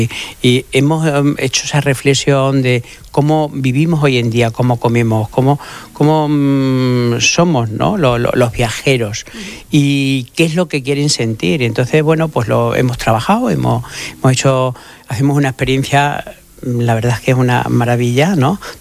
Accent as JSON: {"language": "Spanish", "region": "Extremadura", "country": "Spain"}